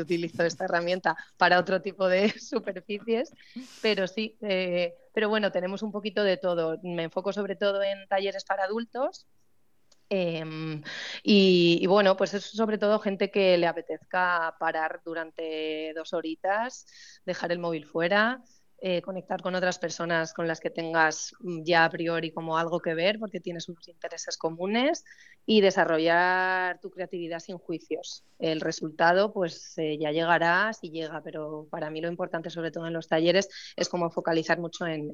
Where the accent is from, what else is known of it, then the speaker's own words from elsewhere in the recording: Ribadesella, Asturias, Spain; Voy a ir en agosto, me escapo 5 días a las fiestas de mi pueblo, que soy de Ribadesella